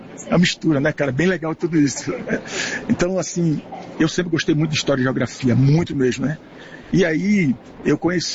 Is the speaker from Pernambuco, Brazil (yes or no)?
yes; Recife, Pernambuco, Brazil; Venho lá de Recife, Pernambuco, né?